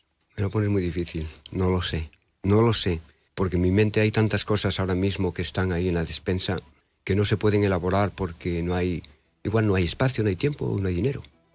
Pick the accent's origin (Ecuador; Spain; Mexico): Spain; Carrizo de la Ribera, Castile and León; also born or lived in Grisuela del Páramo; En Grisuela del Páramo. Bueno, ahí en Grisuela. A los 4 años ya estaba en Carrizo.